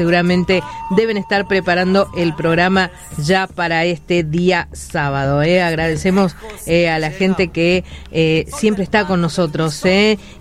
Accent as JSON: {"language": "Spanish", "town": "Campo Quijano", "region": "Salta", "country": "Argentina", "tie": "born or raised there", "said": "o Quijano, mi pueblo."}